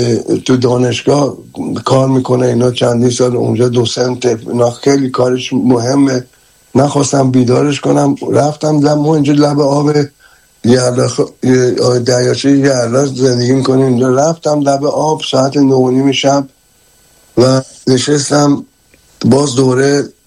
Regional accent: Tehran, Tehran Province, Iran; born there; با این که من در یک محله متولد شدم در تهران 400 دستگاه که فوتبال خیز بود

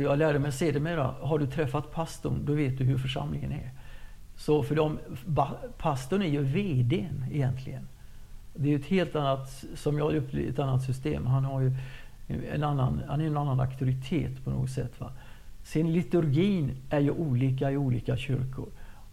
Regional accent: Sweden; moved away as an adult; also born or lived in California

